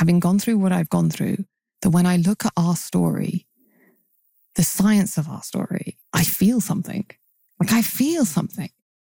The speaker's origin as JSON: {"language": "English", "country": "United Kingdom", "said": "And I'm not mixed race, but I'm mixed heritage. So I'm a British"}